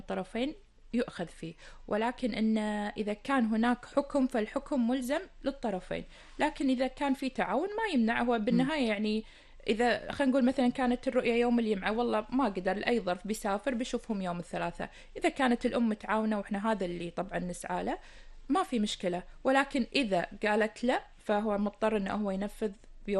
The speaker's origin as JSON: {"language": "Arabic", "country": "Kuwait", "said": "إحنا عندنا بالكويت التعليم الإلزامي"}